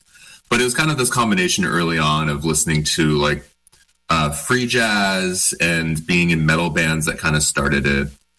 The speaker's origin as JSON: {"language": "English", "town": "Wenatchee", "region": "Washington", "country": "United States", "tie": "born or raised there", "said": "No, I grew up in Central Washington. So I grew up in Wenatchee, okay. Washington, which is in the Columbia Basin."}